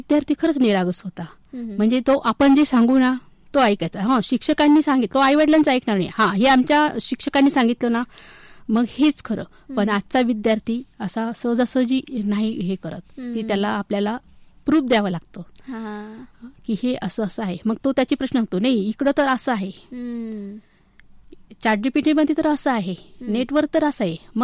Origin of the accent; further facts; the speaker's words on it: Loni, Maharashtra, India; मी लोणी प्रवारनगरची.